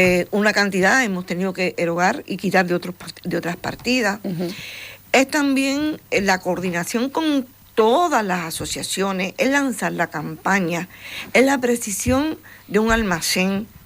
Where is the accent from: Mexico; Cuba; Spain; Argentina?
Cuba; No, es como cubana, como mujer cubana y como característica. Los retos son importantes y más si es de utilidad para mi país.